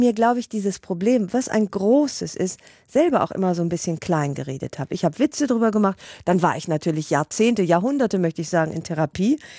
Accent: Rhineland, Germany; ich bin ja Rheinländerin und Ungarin

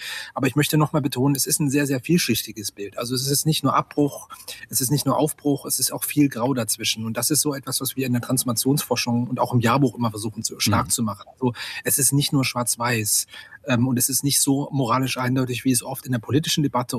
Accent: Hettstedt, Saxony-Anhalt, Germany; in meiner Heimatstadt Hettstedt in Mansfeld-Südharz.

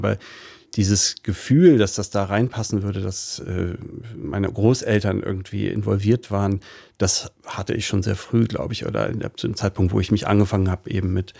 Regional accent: Lübeck, Northern Germany, Germany; ich bin in Norddeutschland groß geworden, in den 90er Jahren

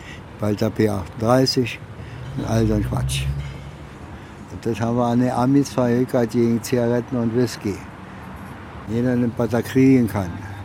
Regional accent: Berlin, Germany; Ich bin hier geboren, 1940. Aber hier war amerikanisch besetzte Zone.

